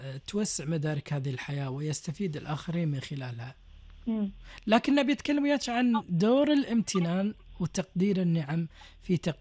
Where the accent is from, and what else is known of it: Kuwait